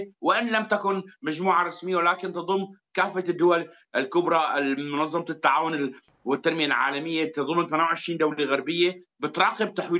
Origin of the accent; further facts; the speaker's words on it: Syria; 80% تقريبا اذا ما قلت 85% من اموالنا نحن كسوريين اللي بالقطع الاجنبيه ما بنحطها بالمصارف